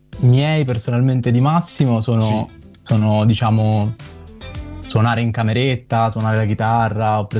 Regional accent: Pescara, Abruzzo, Italy; now in Rome, Italy; ma sono abruzzese di Pescara.

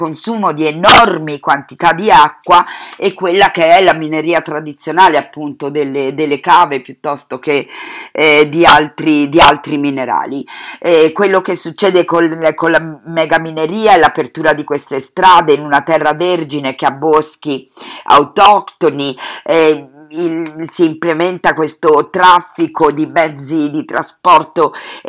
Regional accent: Buenos Aires, Argentina; incluse io e Lu, che veniamo appunto da Buenos Aires.

